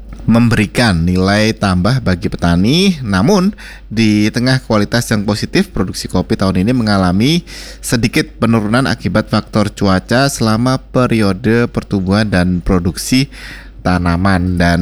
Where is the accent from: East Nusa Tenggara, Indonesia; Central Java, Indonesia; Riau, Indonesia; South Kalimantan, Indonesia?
Central Java, Indonesia; untuk kita warga Jawa Tengah